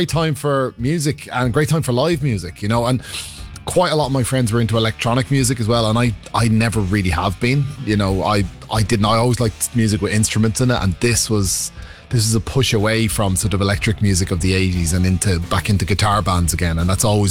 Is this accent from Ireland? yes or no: yes; Rathcoole, Leinster, Ireland; I loved growing up in Rathcoole, and it was just a great place to grow up.